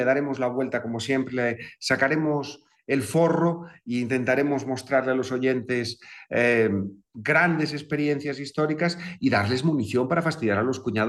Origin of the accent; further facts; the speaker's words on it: Lugo, Galicia, Spain; el recuerdo que tengo de mi infancia, por lo menos en Lugo